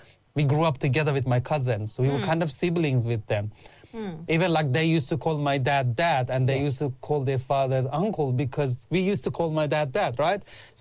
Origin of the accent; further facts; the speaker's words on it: Iran; now in Australia; So firstly, I always count myself as an Australian. So for me, it's a really different journey because I didn't grow up in my country. I grew up in Iran. In Iran, we were not legal migrants for many years.